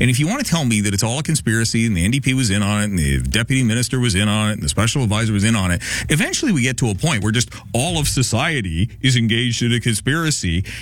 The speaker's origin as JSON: {"language": "English", "region": "British Columbia", "country": "Canada", "said": "But as a British Columbian, I will express my apologies on their behalf."}